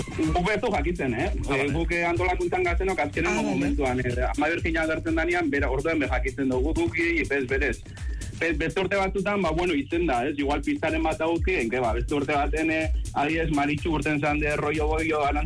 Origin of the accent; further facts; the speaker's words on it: Basque Country, Spain; bueno, Gipuzkoa gara, bale, hor